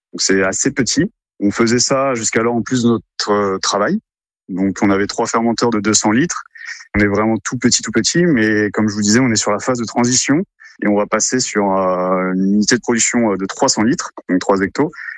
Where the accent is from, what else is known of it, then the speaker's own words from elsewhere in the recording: the north of France, France; now in Pierrelatte, France; on vient du Nord avec mon associé